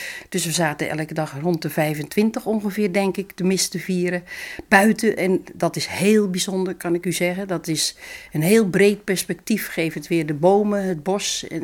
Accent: Zeist, Utrecht, Netherlands; Ik kom ook uit Zeist.

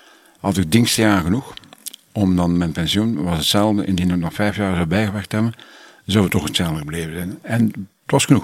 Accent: Ghent, Flanders, Belgium; we komen eigenlijk van Gent Centrum. En dat noemen we de Veermanstraat. Daar liep het water nog, de Schelde, de naam van de Schelde. En dat was praktisch in het centrum.

